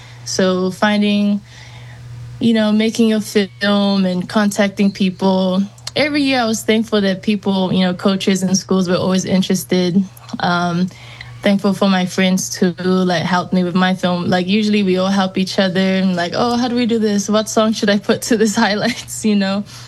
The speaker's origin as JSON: {"language": "English", "country": "New Zealand", "tie": "born or raised there", "moved": "as an adult", "said": "I grew up in New Zealand."}